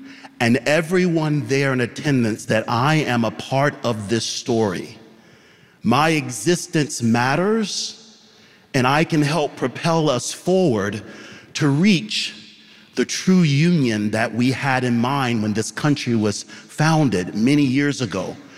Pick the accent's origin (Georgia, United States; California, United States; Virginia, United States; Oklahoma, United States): Georgia, United States; growing up in Georgia, my first profession was as a middle school educator.